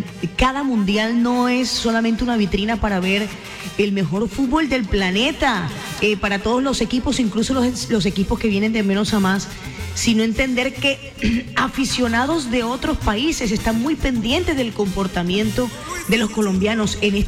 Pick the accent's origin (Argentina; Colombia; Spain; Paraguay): Colombia; qué bueno es saber la responsabilidad que tenemos como colombianos cuando vamos a otro país y tener un buen comportamiento.